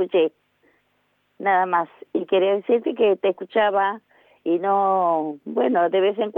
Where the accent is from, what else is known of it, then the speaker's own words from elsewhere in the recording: Miramar, Buenos Aires Province, Argentina; No viví en Miramar, pero sí vine de chica.